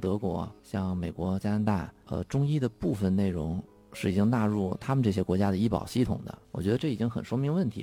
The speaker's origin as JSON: {"language": "Chinese", "country": "China", "said": "不只是我们中国人很熟知的啊"}